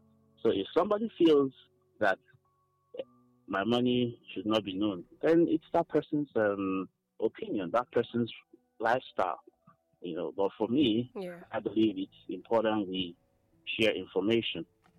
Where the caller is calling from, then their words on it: Enugu, Enugu State, Nigeria; I'm calling from New Haven Extension.